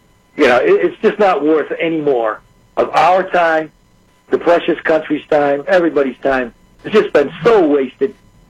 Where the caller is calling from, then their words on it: Massachusetts, United States; I'm from Massachusetts